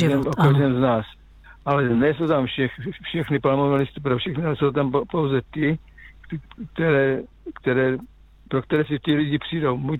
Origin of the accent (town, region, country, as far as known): Žeravice, South Moravian Region, Czechia; born or raised there; also born or lived in Kopřivnice